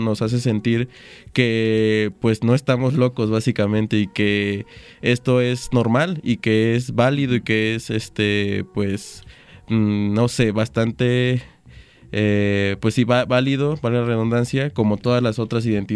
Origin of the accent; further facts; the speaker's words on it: Veracruz, Mexico; Yo soy del sur de Veracruz